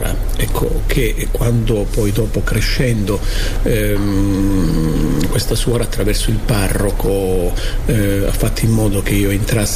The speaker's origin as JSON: {"language": "Italian", "town": "Isola di Capo Rizzuto", "region": "Calabria", "country": "Italy", "tie": "born or raised there", "said": "i professionisti di Isola Caporizzuto, il mio paese natio, e tutta gente che ha frequentato i Barnabiti o i Gesuiti o i Paolini, no?"}